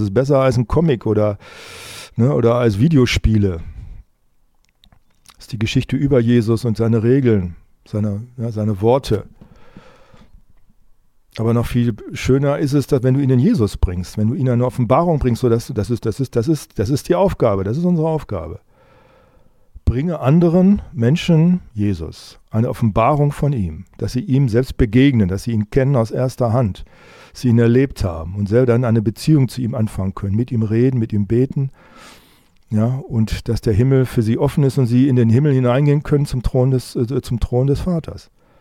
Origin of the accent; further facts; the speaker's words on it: Saxony, Germany; Ich bin Sachse. Na und? Ja, leider.